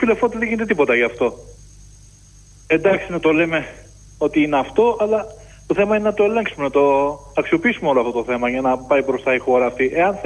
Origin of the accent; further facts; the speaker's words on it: Piraeus, Attica, Greece; από Πειραιά